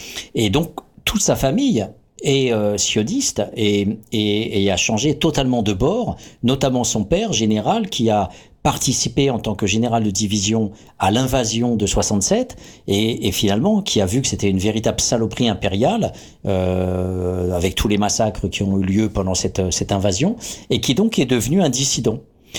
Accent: France; je suis français

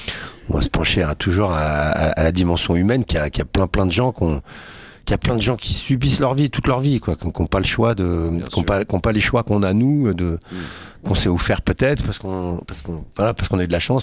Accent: France; On est français

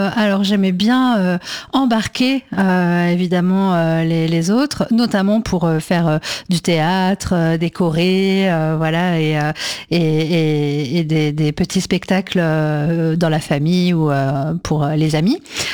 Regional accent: Poissy, Île-de-France, France; born there; je suis née dans les Yvelines, à Poissy, donc en région parisienne, et dans une famille avec un papa cheminot et une maman qui travaillait à la sécurité sociale, une sœur

